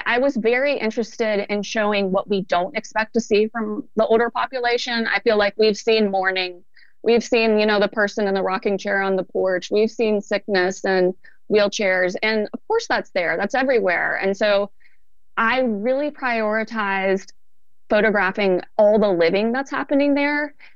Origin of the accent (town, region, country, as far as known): South Carolina, United States; now in Georgia, United States